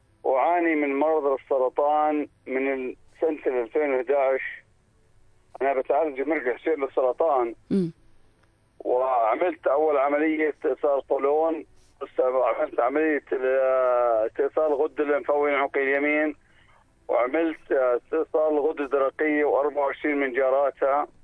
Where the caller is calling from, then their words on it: Aqaba, Aqaba Governorate, Jordan; وأنا عمري مضى من عمري 63 سنة، وبروح وأرجع العقب مواصلات كمان صعب.